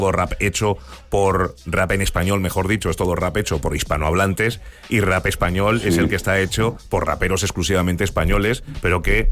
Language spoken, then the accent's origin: Spanish; Argentina; sabiendo que yo soy una persona argentina y que realmente lo que estoy es participando de esto, pero con las limitaciones, evidentemente, de mi origen.